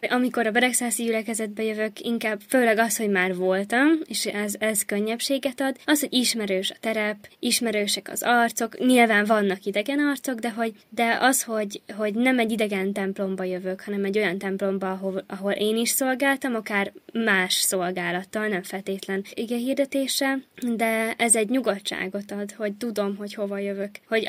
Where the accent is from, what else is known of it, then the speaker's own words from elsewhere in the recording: Oroszi, Zakarpattia Oblast, Ukraine; Orosziban születtem, és ott nőttem fel